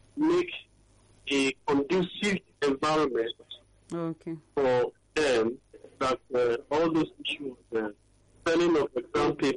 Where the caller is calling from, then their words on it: Ikeja, Lagos, Nigeria; From Ikeja.